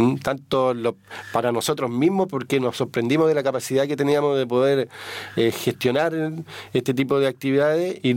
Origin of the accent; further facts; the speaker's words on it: Chile; somos chilenos